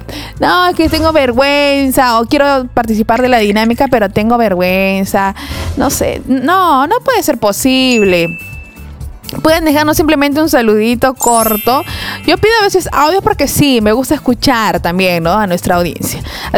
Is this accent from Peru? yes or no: yes; Peru; agradecer a Dios porque somos peruanos, ¿no? Contra todo pronóstico, hemos nacido en esta preciosa tierra.